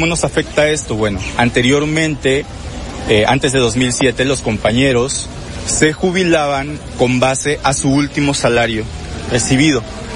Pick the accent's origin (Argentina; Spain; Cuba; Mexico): Mexico